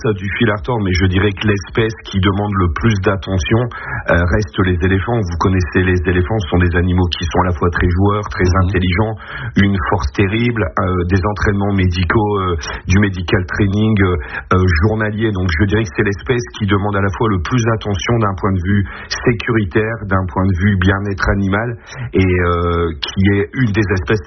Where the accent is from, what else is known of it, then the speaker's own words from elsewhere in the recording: Maubeuge, Hauts-de-France, France; Oui, je suis natif de Maubeuge, et du fait, j'ai toujours connu le zoo de Maubeuge, j'ai toujours été au zoo de Maubeuge